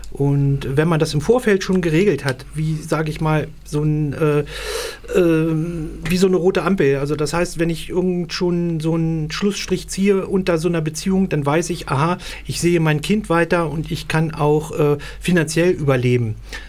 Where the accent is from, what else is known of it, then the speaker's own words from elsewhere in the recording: Nordhausen, Thuringia, Germany; ich stamme hier aus Nordhausen